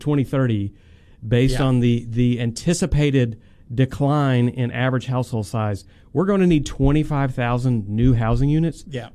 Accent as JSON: {"language": "English", "town": "Gulf Shores", "region": "Alabama", "country": "United States", "tie": "born or raised there", "moved": "yes", "lives_now": "Memphis, United States", "said": "I grew up in Gulf Shores, Alabama."}